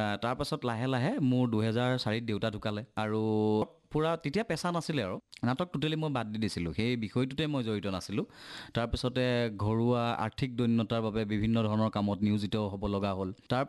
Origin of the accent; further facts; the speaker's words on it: Nonoi, Assam, India; সেইখিনিয়ে আৰু অভিনয়ৰ যাত্ৰাটো মোৰ আৰম্ভ হৈছে মোৰ সৰুৰে পৰাই। তৃতীয় চতুৰ্থমান শ্ৰেণীত পঢ়ি থাকোঁতেই ননৈত এটা এনি উমলা ঘৰ বুল